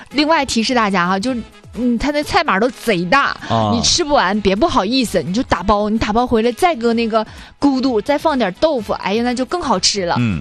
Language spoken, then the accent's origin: Chinese; Yanbian, Jilin, China; moved away; 我们老家银边那面的